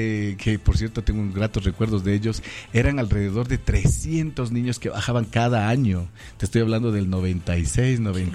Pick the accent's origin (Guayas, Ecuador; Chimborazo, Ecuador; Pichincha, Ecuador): Pichincha, Ecuador; Quito; Yo tenía 15 años, yo soy del sector de la Pío 12, atrás del Colegio Montúfar.